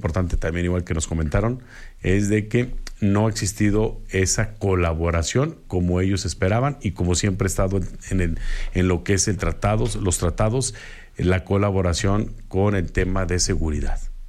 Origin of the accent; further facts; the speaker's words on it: Mexico; es una sospecha que todos como mexicanos tenemos